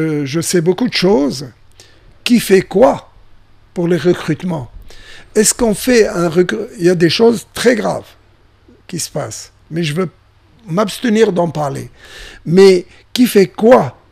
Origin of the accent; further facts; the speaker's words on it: Tunisia; Et nous, la neige, c'est une option chez nous, en Tunisie.